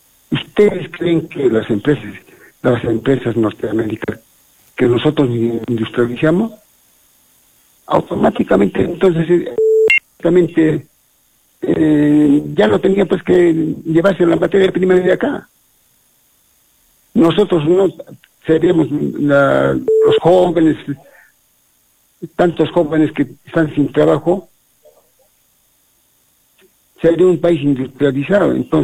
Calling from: Peru

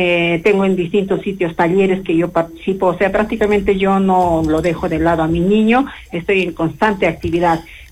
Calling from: Arequipa, Peru; Yo soy una vecina de Selva Alegre.

